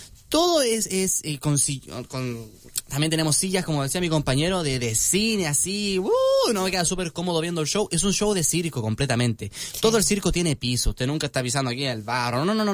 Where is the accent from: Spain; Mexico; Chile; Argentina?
Chile; Chillán, Ñuble; accent: Chilean; now in Talca, Chile; Yo soy de acá, de Chillán